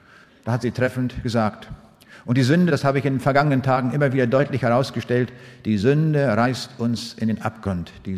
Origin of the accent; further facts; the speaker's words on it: Braunschweig, Lower Saxony, Germany; Ich komme aus der Stadt Braunschweig und in Braunschweig lebt ein Herzog mit dem Namen Heinrich der Löwe